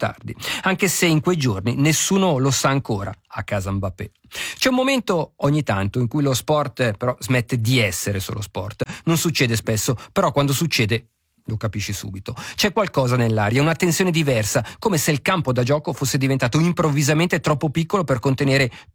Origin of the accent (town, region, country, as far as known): Switzerland